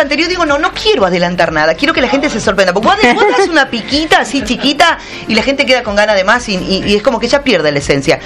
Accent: Tucumán, Argentina; also born or lived in Santiago del Estero, Argentina / Italy; yo me siento tucumana, yo soy tucumana, radicada desde muy chica, nació artísticamente … acá, así que soy tucumana.

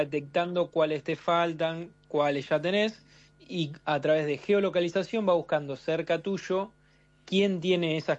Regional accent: Rosario, Santa Fe, Argentina; yo soy de Rosario, el Parque Rivadavia me queda muy lejos, no puedo ir.

